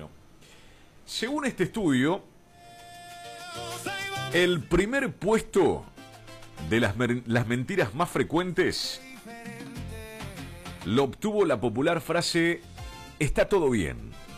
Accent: Argentina; Somos mentirosos los argentinos y las argentinas, todos.

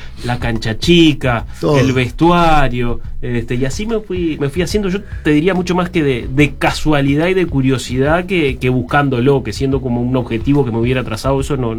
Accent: Uruguay; como todo uruguayo, muy apasionado del deporte.

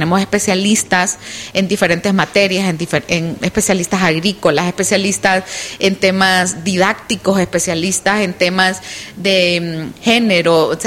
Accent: Honduras; los hondureños y las hondureñas somos inteligentes

